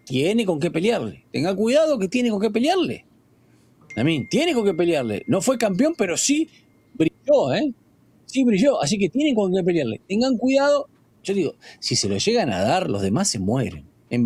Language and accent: Spanish; Argentina; Y esto no es porque soy argentino, es porque me encanta Messi y todo.